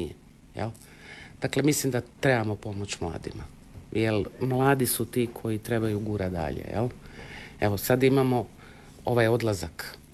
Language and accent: Croatian; Zagreb, City of Zagreb, Croatia